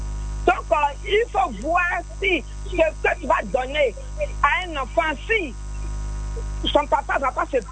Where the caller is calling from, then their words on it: Abidjan, Côte d’Ivoire; J'appelle Abobo Baoulé.